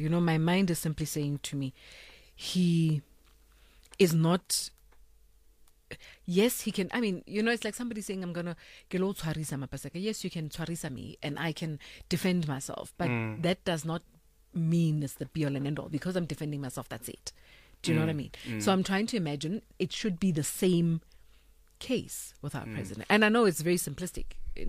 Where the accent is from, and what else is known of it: South Africa